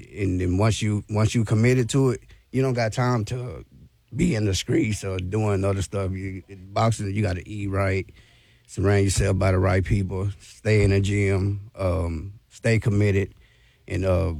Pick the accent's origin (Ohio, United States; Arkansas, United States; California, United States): Arkansas, United States; England; England, Arkansas.